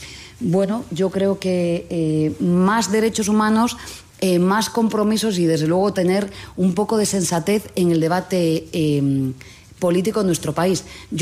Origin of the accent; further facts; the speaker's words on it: Galicia, Spain; Y yo soy gallega.